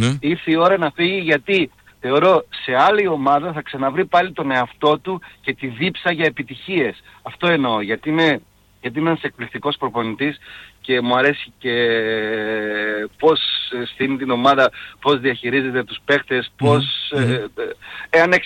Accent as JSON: {"language": "Greek", "country": "Greece"}